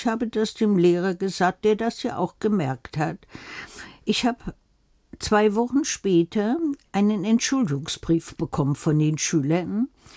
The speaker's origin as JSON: {"language": "German", "region": "Berlin", "country": "Germany", "tie": "born or raised there", "also_born_or_lived": "New York", "moved": "as an adult", "said": "Ich bin ja Berlinerin schließlich. Nicht Deutsche, aber Berlinerin. Richtig mit Spreewasser getauft."}